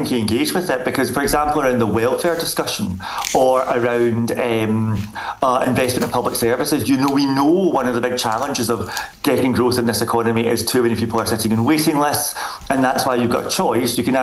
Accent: Scotland, United Kingdom; I'm from Scotland

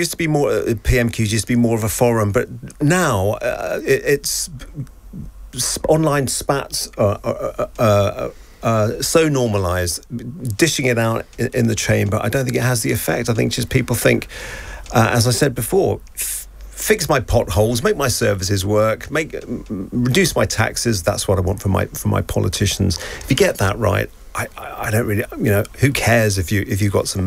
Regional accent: Croydon, London, United Kingdom; my mum was from Bolivia, and when I grew up in Croydon

